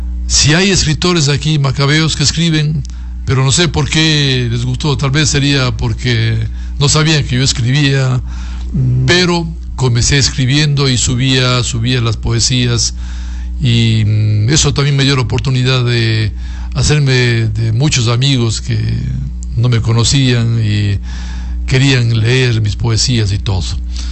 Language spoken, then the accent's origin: Spanish; Macas, Morona Santiago, Ecuador; como representante de acá, de esta tierra, de mi provincia, de mi tierra, de Macas